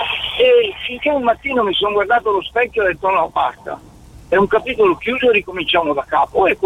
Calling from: Verona, Veneto, Italy; da Verona.

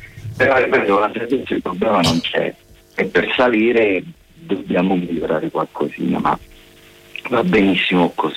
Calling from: Milan, Lombardy, Italy; anche sono milanese

